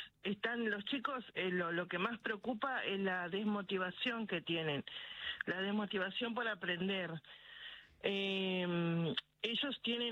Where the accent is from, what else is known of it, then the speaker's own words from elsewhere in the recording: Misiones, Argentina; now in Buenos Aires, Argentina; Yo soy de Misiones.